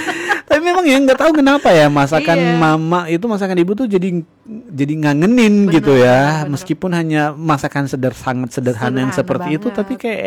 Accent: Flores, East Nusa Tenggara, Indonesia; moved away; karena di daerah saya awal di Flores

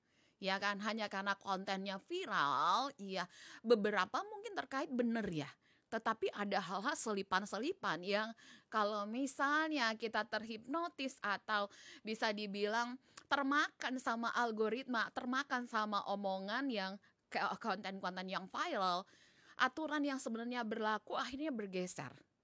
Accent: North Sumatra, Indonesia; Kalau di kampung aku di Sumut sama di Jakarta, di kampung aku masih lebih dipercaya tetua, tokoh adat, tokoh agama

